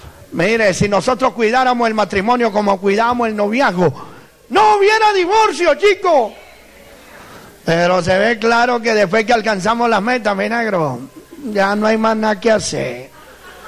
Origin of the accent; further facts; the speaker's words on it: Italy; Porque yo también era religioso. Y yo soy italiano.